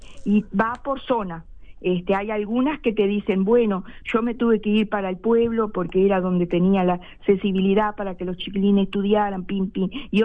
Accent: Canelones, Uruguay; porque con orgullo soy canaria

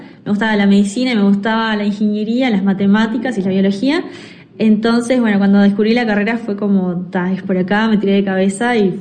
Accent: Artigas, Uruguay; moved away as an adult; nací y crecí en Artigas. Hice ahí desde que nací hasta los 19

